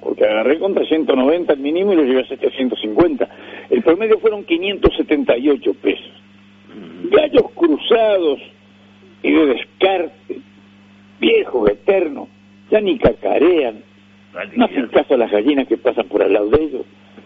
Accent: Uruguay; Yo soy el único uruguayo que es capaz de decir no sé una vuelta que no sabe.

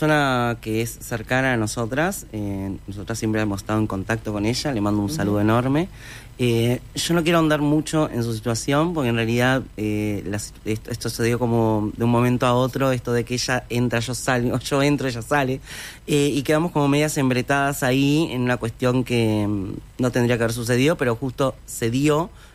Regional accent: San Carlos, Maldonado, Uruguay; yo soy del interior, me crié en el interior, soy nacida y criada en San Carlos

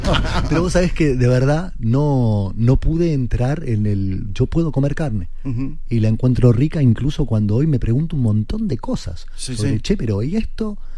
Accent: Argentina; Soy de Argentina.

